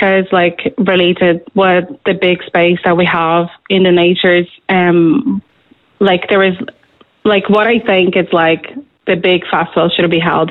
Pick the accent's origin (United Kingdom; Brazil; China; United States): Brazil; now in Dublin, Ireland; As I grew up in Brazil, surrounded by nature